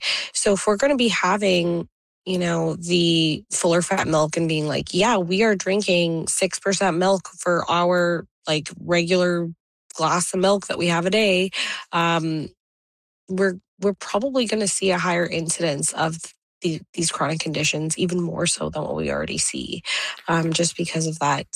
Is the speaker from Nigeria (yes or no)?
no; India; I'll say India just because I'm Indian, but okay.